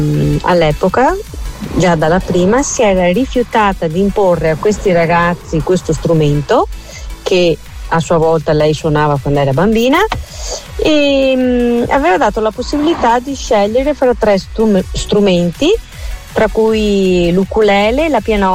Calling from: Venice, Veneto, Italy; da Mestre.

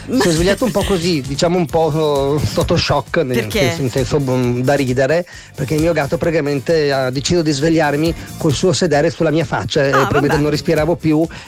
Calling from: Trieste, Friuli-Venezia Giulia, Italy; da Trieste.

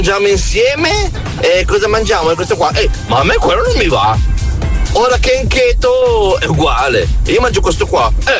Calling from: Como, Lombardy, Italy

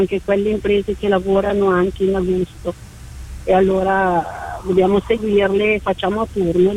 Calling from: Milan, Lombardy, Italy; Da Milano, mentre vado al lavoro.

